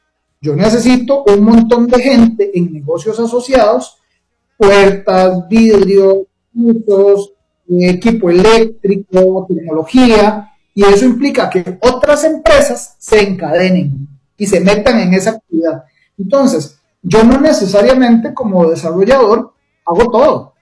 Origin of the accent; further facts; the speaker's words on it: Costa Rica; yo como costarricense, como consumidor